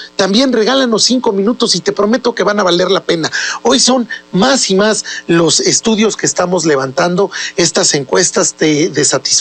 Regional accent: Puebla, Mexico; Yo soy poblano, Rafa, tú lo sabes, aquí nací, aquí me crié en el centro histórico, toda mi vida prácticamente la he hecho en Puebla y estoy criando hoy a mi hijo como padre soltero en Puebla.

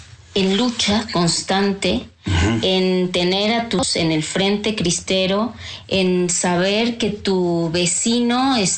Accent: Mexico; eso que somos los mexicanos

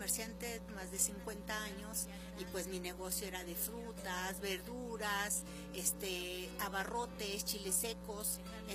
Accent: Mexico; me siento bien contenta y orgullosa de ser una mexicana.

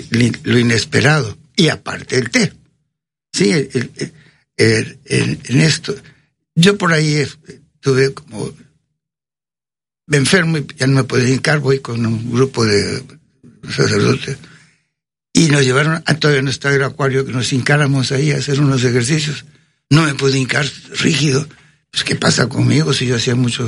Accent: Veracruz, Mexico; born there; Yo nací aquí en Veracruz.

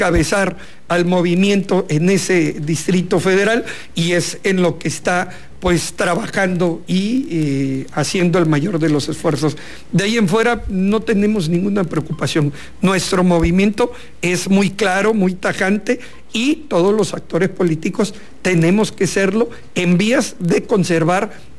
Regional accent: Mexico; Soy un orgulloso nacido en esa colonia, y toda la vida, toda mi vida la he hecho en este municipio, en el municipio del centro.

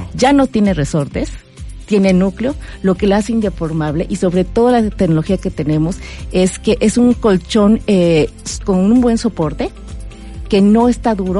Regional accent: Puebla, Mexico; y sobre todo de los poblanos, siendo una poblana de origen, hemos leído perfectamente la necesidad del cliente poblano

